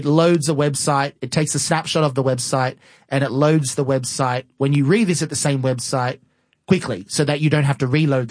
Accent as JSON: {"language": "English", "country": "Australia", "accent": "Australian", "said": "My accent might, you know, kind of jolt this a bit because of being Australian."}